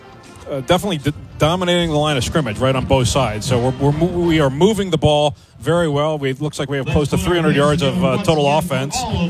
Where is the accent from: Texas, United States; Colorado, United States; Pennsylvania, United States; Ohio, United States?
Ohio, United States; Akron; So I'm from Akron. So I went to high school in Revere. So. Coming home to Akron seemed like a no-brainer.